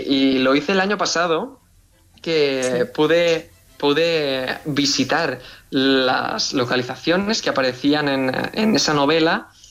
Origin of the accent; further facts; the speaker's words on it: Tavernes de la Valldigna, Valencian Community, Spain; ambientado en Tabernas de la Valldigna, en mi pueblo de Valencia